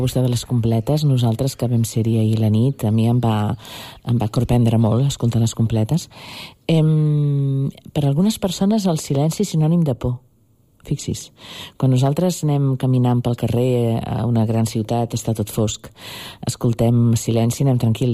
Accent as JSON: {"language": "Catalan", "town": "Rupit", "region": "Catalonia", "country": "Spain", "tie": "born or raised there", "said": "Pensava en la meva infantesa, a Rupit, on estimejava amb els meus pares, a un poble d'Osona, sempre, tota la meva vida, tota la meva infantesa i adolescència"}